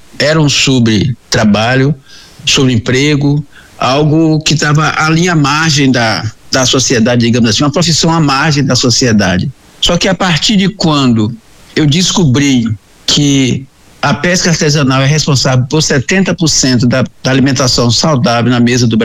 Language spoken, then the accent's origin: Portuguese; Boipeba Island, Bahia, Brazil; Eu nasci e me criei na comunidade, como falei anteriormente, numa comunidade chamada Cova da Onça, é uma comunidade tradicional pesqueira, que fica na ilha de Boipeba, pesco desde quando me entendo por gente, né?